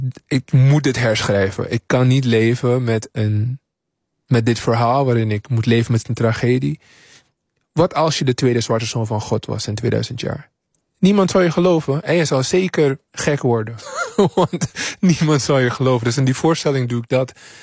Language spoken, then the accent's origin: Dutch; Suriname; born there; moved away; toen ik in Suriname woonde